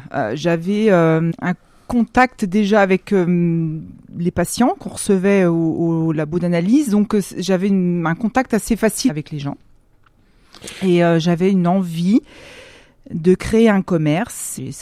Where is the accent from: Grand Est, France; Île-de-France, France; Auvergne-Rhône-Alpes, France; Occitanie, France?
Grand Est, France; Vouziers; also born or lived in Marne; Alors, je suis effectivement ardennaise. Je suis née à Vouziers en 1967, au